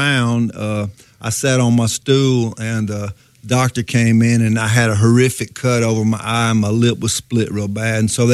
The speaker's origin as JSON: {"language": "English", "town": "Tupelo", "region": "Mississippi", "country": "United States", "tie": "born or raised there", "also_born_or_lived": "Kenosha, Wisconsin", "said": "Actually, I was born in Kenosha, Wisconsin, but I moved to Tupelo when I was a baby, so I don't remember Wisconsin."}